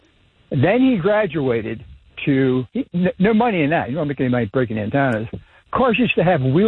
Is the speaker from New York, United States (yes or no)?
no; Baltimore, Maryland, United States; now in Whitehall, United States; I grew up in the Fells Point area in the 1950s.